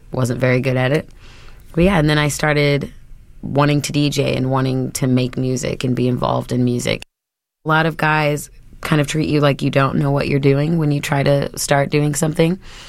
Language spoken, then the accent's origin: English; Dunlap, Illinois, United States; also born or lived in Peoria; now in Chicago, United States; I'm originally from Peoria, or Dunlap, nobody knows where that is. And what drew me to Chicago was that there was so much diversity here and so much culture. And from where I came, that didn't really exist.